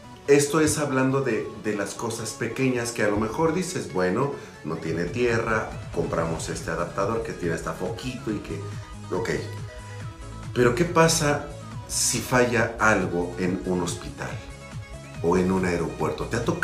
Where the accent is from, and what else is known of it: Mexico